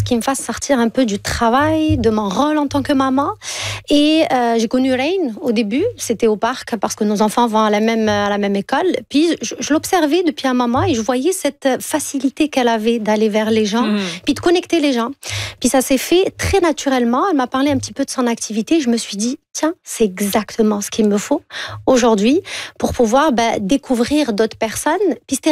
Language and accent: French; Algeria; moved away as an adult; ça fait pas très longtemps, ça fait que 3 ans que je suis ici. Je viens d'Algérie, donc on partage pratiquement la même culture, on est des pays voisins.